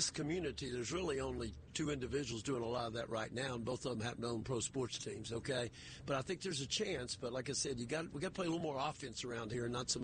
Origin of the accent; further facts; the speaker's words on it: Tennessee, United States; I will relay a story from my home state of Tennessee